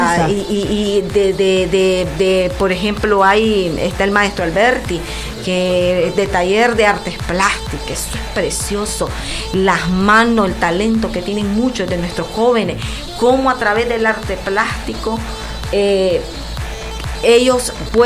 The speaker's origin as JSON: {"language": "Spanish", "country": "Nicaragua"}